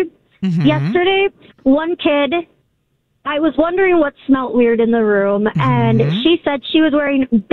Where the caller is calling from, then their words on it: West Bend, Wisconsin, United States; from West Bend.